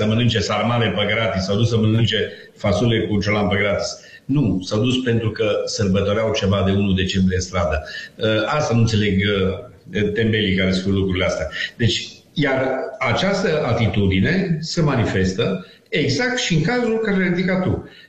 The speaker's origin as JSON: {"language": "Romanian", "country": "Romania"}